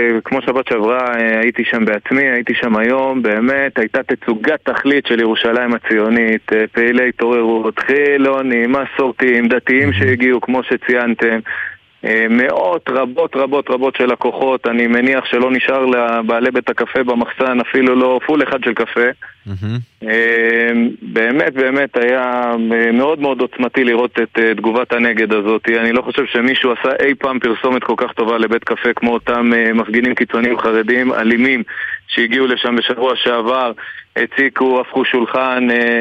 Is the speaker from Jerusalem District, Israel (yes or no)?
yes; Jerusalem, Jerusalem District, Israel; הניסיון שלנו כירושלמים, אני ירושלמי כל חיי